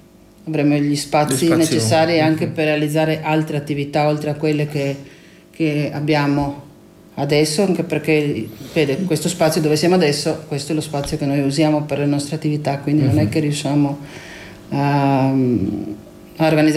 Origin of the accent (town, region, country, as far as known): Umag, Istria County, Croatia; born there